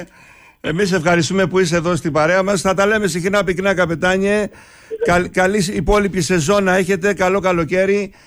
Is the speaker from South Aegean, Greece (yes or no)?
yes; Kasos, South Aegean, Greece; στο νησί μου, την Κάσου